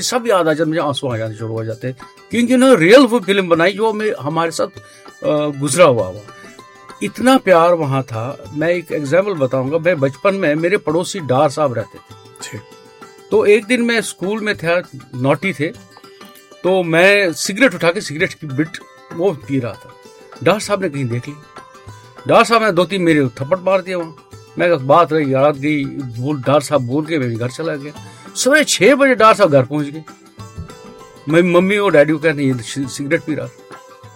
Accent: Jammu and Kashmir, India; born there; moved away; मैं कश्मीरी हूँ, मन में मेरा कश्मीर बसा हुआ है

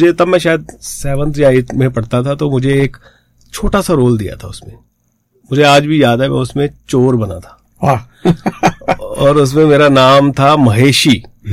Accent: Jalandhar, Punjab, India; मैं बेसिकली पंजाब से हूं, पंजाब के जलंधर शहर से

